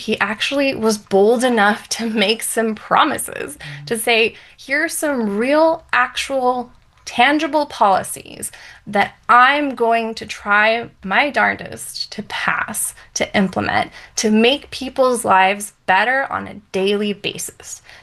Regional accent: United States; I grew up in the States

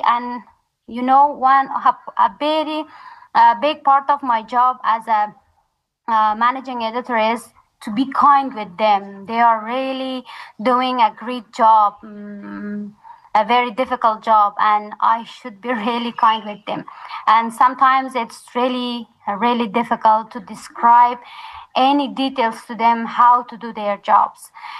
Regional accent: Takhar, Afghanistan; moved away as an adult; also born or lived in Pakistan; now in Tanzania; my hometown, Tahar

